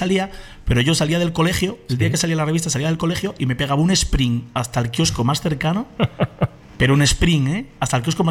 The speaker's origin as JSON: {"language": "Spanish", "town": "Santander", "region": "Cantabria", "country": "Spain", "tie": "born or raised there", "said": "Yo soy de Santander."}